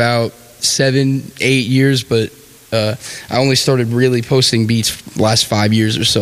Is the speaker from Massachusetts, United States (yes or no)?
no; New Jersey, United States; now in Rockland County, New York, United States; Instagram, Spotify, whatever. I come away from New Jersey originally, but now I live in Rockland County, New York, which is basically New Jersey because I live about 5 minutes.